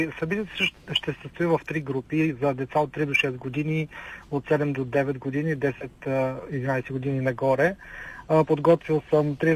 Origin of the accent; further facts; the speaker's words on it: Plovdiv, Plovdiv Province, Bulgaria; born there; аз по принцип съм от Пловдив, роден тук.